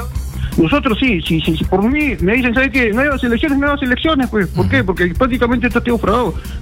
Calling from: Peru; Acá llamando de acá de Cercado

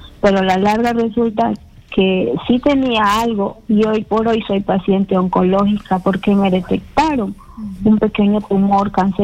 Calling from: Callao, Peru; estoy llamando desde Kendo, de Callao.

